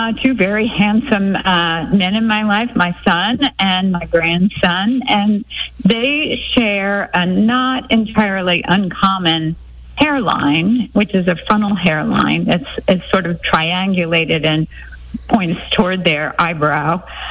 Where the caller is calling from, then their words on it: Kilmarnock, Virginia, United States; I'm calling from Kilmarnock, Virginia.